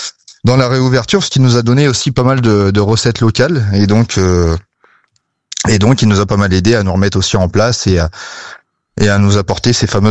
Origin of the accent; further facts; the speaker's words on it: Le Havre, Normandy, France; Moi, je suis de Normandie, je suis du Havre à la base.